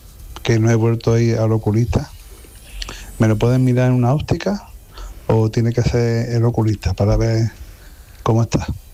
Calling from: Málaga, Andalusia, Spain; le llamo desde Málaga.

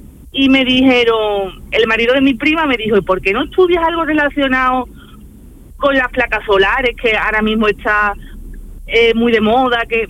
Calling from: Carmona, Andalusia, Spain; yo entro a las 7 en Bormujo y soy de Carmona.

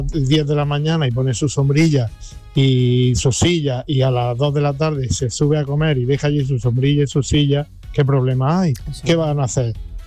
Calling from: Madrid, Community of Madrid, Spain; de Madrid.

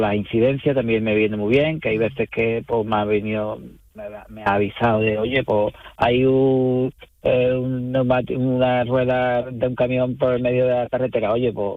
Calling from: Andalusia, Spain; la campaña baja en mi pueblo, porque la gente, mucha gente se va a Mazagón a veranear.

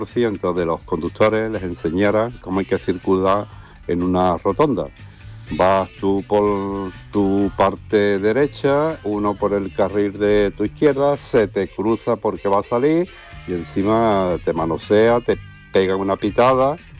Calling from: Estepona, Andalusia, Spain; Le llamo desde Estepona, la provincia de Málaga.

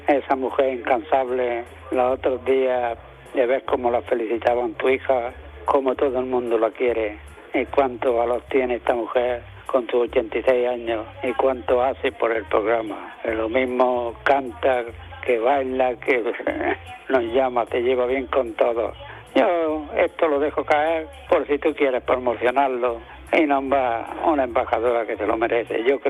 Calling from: Almuñécar, Andalusia, Spain; de Almuñécar.

